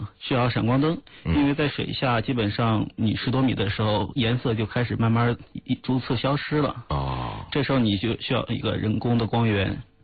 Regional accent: Hainan, China; 我来自海南，然后从小是在海边长大的

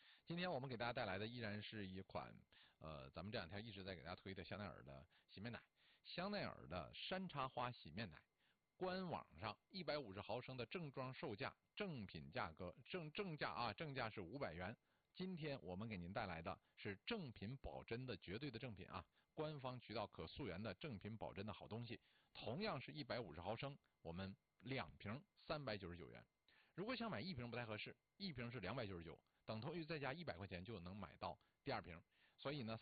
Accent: Northeast China, China; 虽然咱作为东北人来说还是不觉得说非得去避暑

